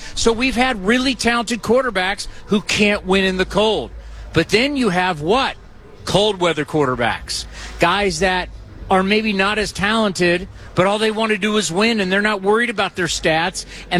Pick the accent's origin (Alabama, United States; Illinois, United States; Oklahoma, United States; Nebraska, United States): Oklahoma, United States; I'm from Oklahoma.